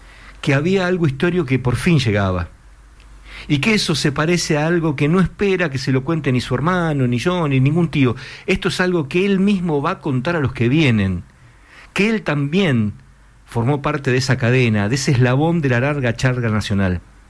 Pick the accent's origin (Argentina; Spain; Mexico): Argentina